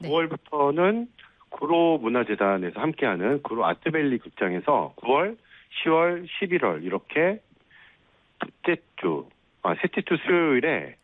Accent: Siheung, Gyeonggi Province, South Korea; born there; 태어나기는 경기도 시흥에서 태어났습니다.

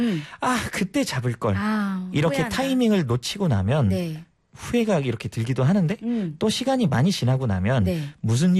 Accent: South Korea; 대중의 공감을 또 제가 한국 사람이지 않겠습니까?

